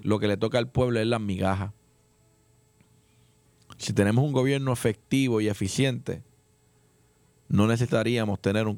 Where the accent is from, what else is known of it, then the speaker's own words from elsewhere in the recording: Puerto Rico; nosotros como puertorriqueños empecemos a pensar más en nuestro futuro